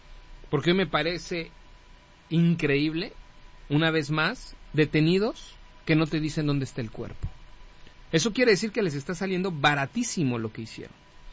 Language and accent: Spanish; Mexico; eso no quiere decir que como mexicano me sienta menos. O como mexicano crea que la selección mexicana es menos.